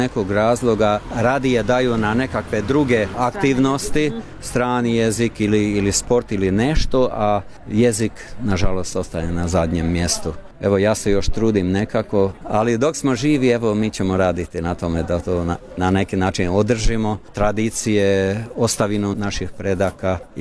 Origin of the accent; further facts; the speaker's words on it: Vojvodina, Serbia; now in Virovitica, Croatia; ali ja sam doseljenik iz Vojvodine i bilo je potrebe da se i u Virovitici osnuje neka udruga